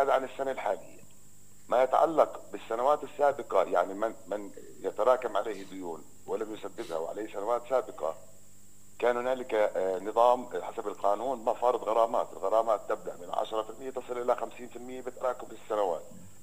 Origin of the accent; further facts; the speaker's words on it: Nablus, Nablus Governorate, Palestine; عندنا في نابلس